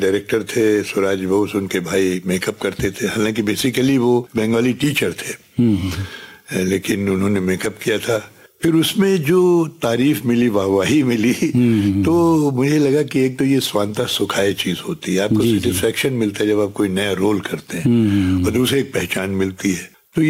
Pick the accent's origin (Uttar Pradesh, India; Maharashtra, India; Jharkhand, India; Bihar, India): Uttar Pradesh, India; Lucknow; मेरा जन्म लखनऊ में हुआ, मेरी सारी शिक्षा लखनऊ में हुई, मैंने जॉब भी लखनऊ में किया